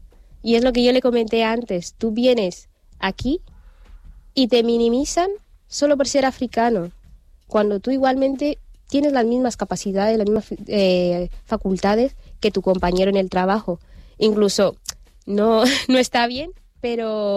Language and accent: Spanish; Equatorial Guinea; Spanish is a second language; now in Spain; Si tú supieras que Guinea Ecuatorial fue colonia española, entenderías que yo hablo perfectamente el castellano. Con mi tono, a lo mejor mis particularidades, porque tengo mi lengua, mi idioma materno, y el tono pues puede variar, pero hablo el castellano perfectamente y lo entiendo.